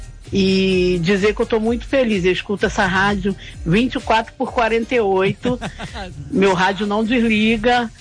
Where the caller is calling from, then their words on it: Rio de Janeiro, Brazil; eu sou do Complexo da Maré.